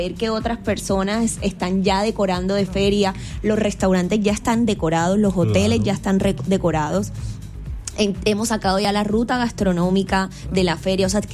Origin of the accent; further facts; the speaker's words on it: Córdoba, Colombia; nosotros mismos que somos los embajadores de Córdoba